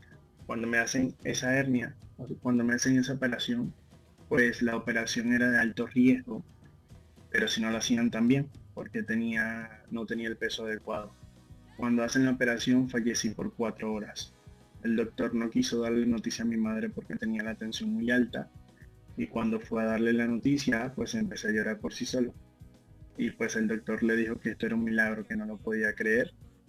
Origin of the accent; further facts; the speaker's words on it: Venezuela; now in Spain; yo soy un joven de 21 años, soy venezolano